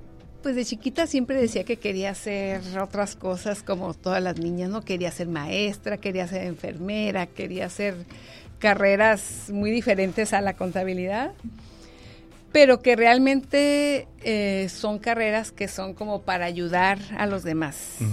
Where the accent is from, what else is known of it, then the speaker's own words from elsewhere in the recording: Tijuana, Baja California, Mexico; also born or lived in Querétaro; Estudié la primaria en el Colegio La Paz, en Tijuana. Uh-huh. La secundaria también. En la prepa estuve fuera de Tijuana. Mi familia nos fuimos a Querétaro. Y okay. Luego regresé a la universidad y aquí estudié en la UABC.